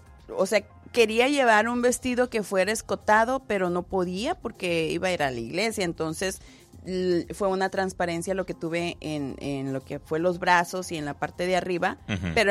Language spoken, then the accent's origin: Spanish; Tijuana, Baja California, Mexico; Yo crecí en Tijuana, en Tijuana no hacían eso.